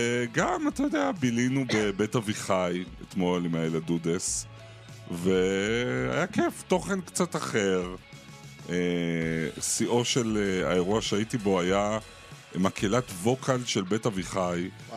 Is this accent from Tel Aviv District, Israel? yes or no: yes; Tel Aviv, Tel Aviv District, Israel; אני תל אביבי בנשמתי